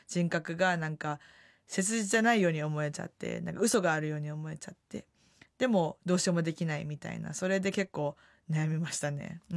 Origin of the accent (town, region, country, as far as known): Osaka, Japan; born or raised there; moved away as an adult; also born or lived in New York